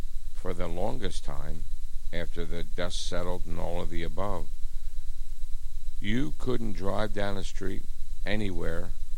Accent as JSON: {"language": "English", "country": "United States", "said": "I love this country. I fought for this country."}